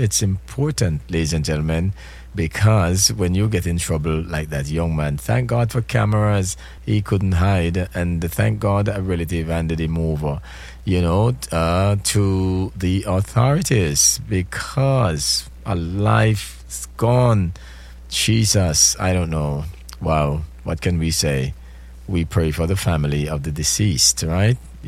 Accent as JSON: {"language": "English", "country": "Jamaica", "said": "I am Jamaican"}